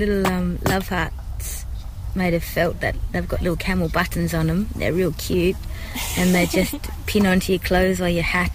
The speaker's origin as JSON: {"language": "English", "town": "Hobart", "region": "Tasmania", "country": "Australia", "tie": "born or raised there", "said": "I grew up in Tasmania, in Hobart, right on the edge of the water on the Derwent River."}